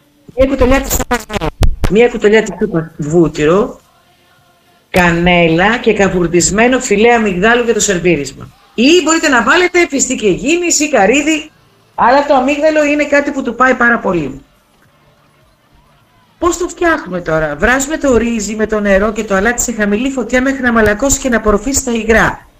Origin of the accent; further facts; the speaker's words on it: Greece; γιορτάζουμε σαν Έλληνες τη μνήμη της Παναγίας.